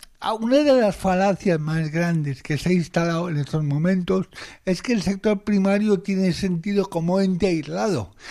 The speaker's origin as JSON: {"language": "Spanish", "country": "Spain"}